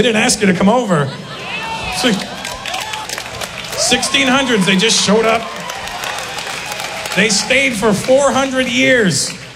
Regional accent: England, United Kingdom; Yes, good evening, I'm from England.

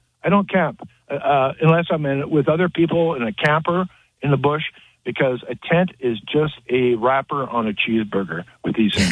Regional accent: British Columbia, Canada; I'm from Vancouver Island originally, and there's a lot of activity there.

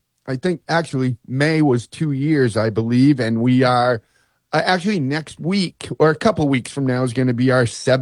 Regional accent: New Hampshire, United States; also born or lived in Littleton, New Hampshire / Gilford, New Hampshire; now in Meredith, United States; I'm in Meredith, New Hampshire, born and raised, born in Littleton, moved to Guilford, been all around the Lakes region. Beautiful place.

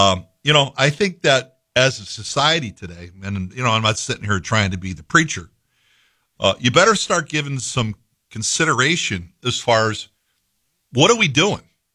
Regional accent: Schaghticoke, New York, United States; I drove through Scaticook the other day. the mothership where I grew up, the mothership is really Felt Fidelity, my hometown.

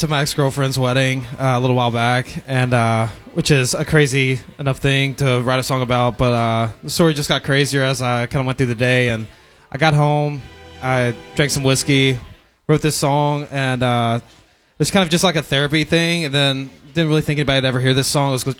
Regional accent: Tennessee, United States; I'm from East Tennessee, so pretty much everybody's family, in Tennessee.

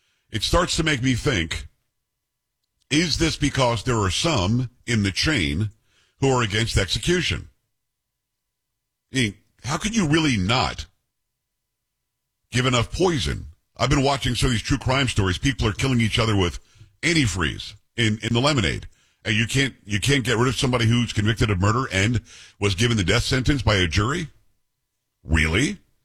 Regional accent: Florida, United States; which was happening where I grew up in Florida?

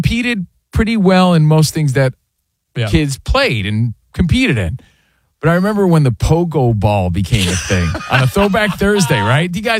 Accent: New Jersey, United States; Oh, well, I'm from Jersey, that's why.

